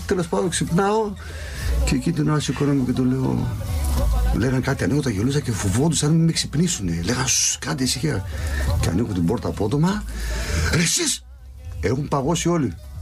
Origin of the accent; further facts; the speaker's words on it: Thessaloniki, Central Macedonia, Greece; Γεννήθηκα εδώ στο Πανόραμα Θεσσαλονίκης, μεγάλωσα εδώ με καταγωγή όμως Βέρος Καπαχιώτης και Πυρίας, Κατερίνη.